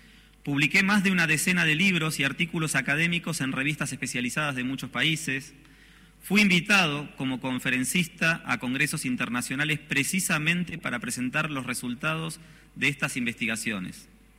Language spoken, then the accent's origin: Spanish; Hurlingham, Buenos Aires Province, Argentina; also born or lived in Ramos Mejía; nací aquí en la ciudad de Buenos Aires en 1978 y me crié en Hurlingham y Ramos Mejía, zona oeste del Gran Buenos Aires.